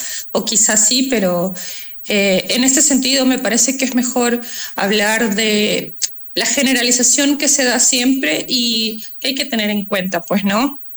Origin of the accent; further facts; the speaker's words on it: Esmeraldas, Ecuador; yo soy de Esmeraldas